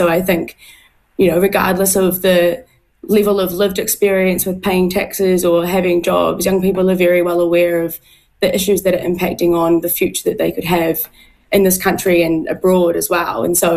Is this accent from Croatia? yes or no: no; Tauranga, Bay of Plenty, New Zealand; now in Wellington, New Zealand; I'm from Tauranga